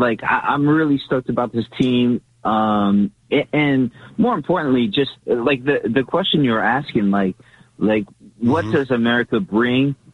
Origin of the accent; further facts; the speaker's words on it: California, United States; Like I grew up in California.